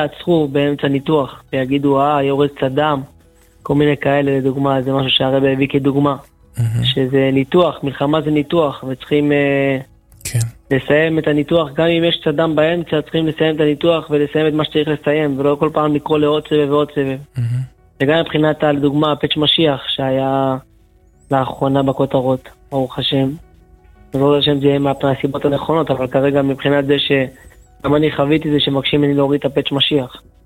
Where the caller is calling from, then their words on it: Rehovot, Central District, Israel; גר ברחובות ומשרת ברוך השם בצבא